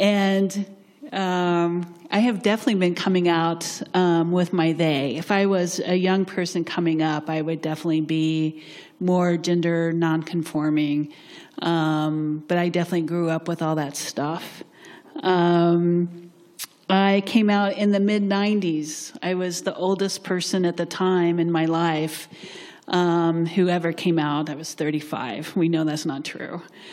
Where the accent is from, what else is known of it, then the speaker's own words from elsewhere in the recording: Tucson, Arizona, United States; I grew up in a white Southern culture. Even though I was raised in Tucson, Arizona, but it was home and church was definitely white Southern culture.